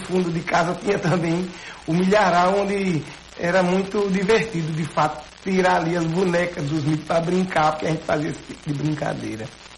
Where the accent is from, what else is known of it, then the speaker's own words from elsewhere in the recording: Pernambuco, Brazil; eu também volto lá para o meu interior, dentro da várzea, onde morávamos numa área de sítio aqui. Morávamos nas terras dos Brenãs, que fica aqui próximo